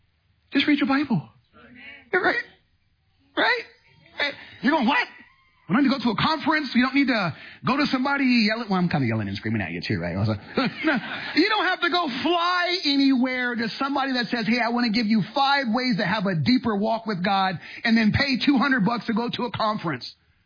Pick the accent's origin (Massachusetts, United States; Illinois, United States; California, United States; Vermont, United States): California, United States; San Diego; And we came from Encanto in San Diego.